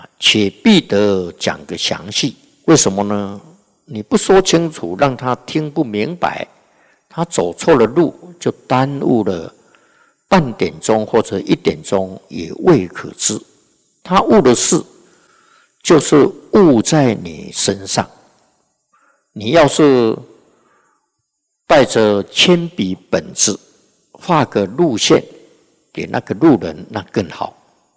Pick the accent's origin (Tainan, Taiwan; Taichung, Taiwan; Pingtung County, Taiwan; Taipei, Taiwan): Taichung, Taiwan; 他是彰化人，我们是台中人。